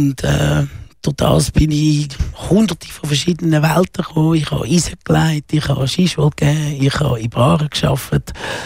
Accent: Zurich, Switzerland; Das macht man in Chile und irgendwo sonst auf der Welt, aber doch nicht bei uns in Zürich vor der Haustür.

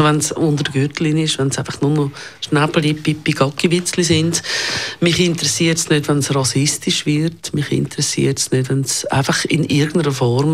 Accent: Zurich, Switzerland; Also ich kann, man muss wissen, ich bin im Niederdorf aufgewachsen. Mein Vater hat 40 Jahre lang an der Luisenstrasse im Kreis 5 Büro gehabt. Ich kenne den Kreis 5 schon wirklich seit Kind.

